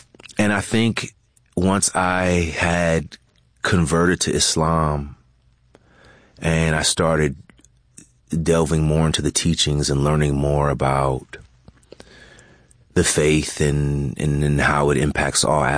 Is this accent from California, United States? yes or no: yes; California, United States; born or raised there